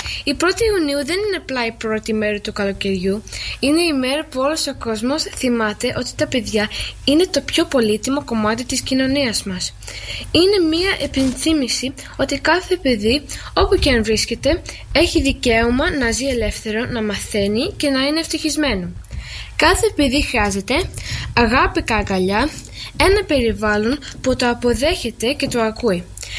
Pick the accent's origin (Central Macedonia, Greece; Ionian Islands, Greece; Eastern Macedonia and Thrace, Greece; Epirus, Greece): Ionian Islands, Greece; Corfu; first language Greek; now in London, United Kingdom; Κατάγομαι από την Κέρκυρα, όμως μένω στο Λονδίνο. Εγώ μιλάω 5 γλώσσες, αγγλικά, ελληνικά, ισπανικά, γαλλικά και λίγο γερμανικά. Η πρώτη μου γλώσσα είναι ελληνικά.